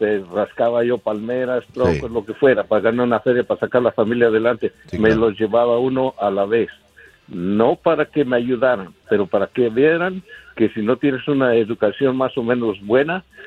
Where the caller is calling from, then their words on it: Long Beach, California, United States; de Long Beach